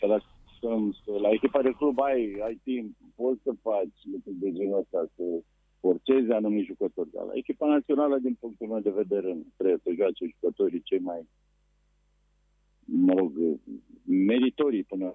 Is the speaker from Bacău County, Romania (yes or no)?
no; Craiova, Dolj, Romania; am crescut în Craiova, sunt din Craiova.